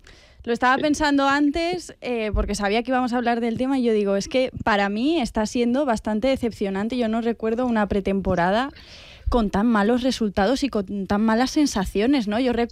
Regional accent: Chiva, Valencian Community, Spain; now in Madrid, Spain; Y luego en Chiva, en casa, en mi pueblo.

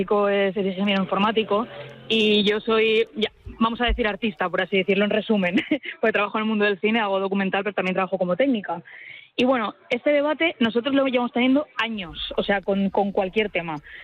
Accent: Valencia, Valencian Community, Spain; yo soy de Valencia, entonces estrenar y jugar en casa siempre es una maravilla.

